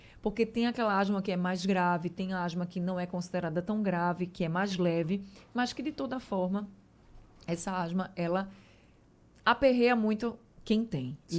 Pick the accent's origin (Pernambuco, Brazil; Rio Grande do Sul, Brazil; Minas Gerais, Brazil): Pernambuco, Brazil; Recife; todo mundo sabe que eu sou do Ibura e eu cresci em cima de uma barreira